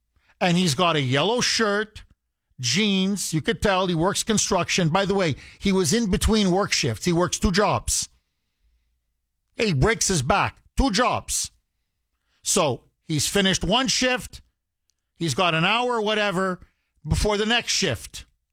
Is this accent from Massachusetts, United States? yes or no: yes; Massachusetts, United States; me, by the way, a multi-generational American, my family goes back generations, born and raised on the Cape, my entire life